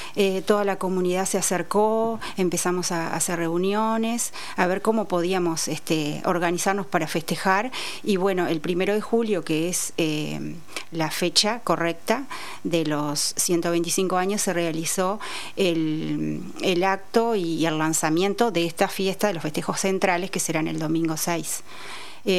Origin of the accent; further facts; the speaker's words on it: Rosario, Santa Fe, Argentina; moved away as an adult; now in Barker, Argentina; Yo soy oriunda de Rosario, pero bueno, hace 26 años que estoy en Barker